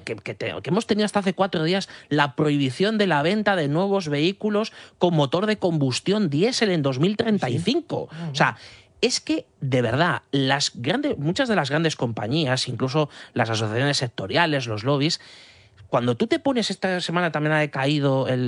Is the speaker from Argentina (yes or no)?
no; Castilla-La Mancha, Spain; en mi tierra, en La Mancha